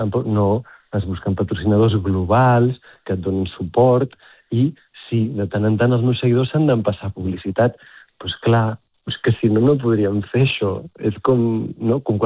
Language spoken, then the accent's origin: Catalan; Girona, Catalonia, Spain; born there; Jo que vaig néixer a Girona m'he recorregut tot el gironès i jo crec que tota la província de Girona